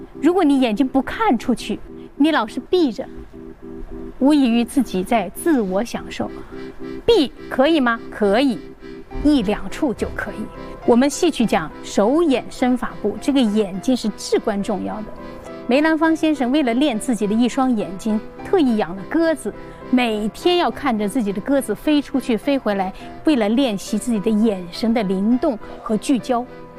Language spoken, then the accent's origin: Chinese; China; 我是中国人